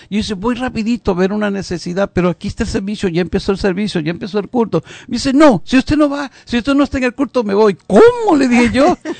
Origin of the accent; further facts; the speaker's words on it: Venezuela; Yo soy un apostólico venezolano.